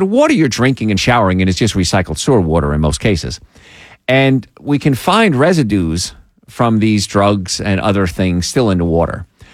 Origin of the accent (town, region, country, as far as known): Louisiana, United States; born or raised there